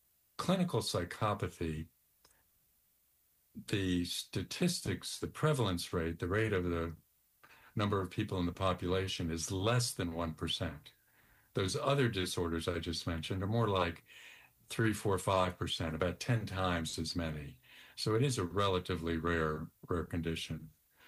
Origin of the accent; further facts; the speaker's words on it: United States; I grew up in Washington.